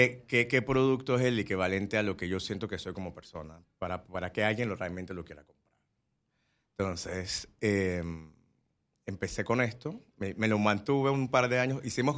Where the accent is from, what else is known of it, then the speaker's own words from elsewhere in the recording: Panama; moved away as an adult; also born or lived in Italy; quiero hacer un restaurante en mi país porque ya me quiero regresar.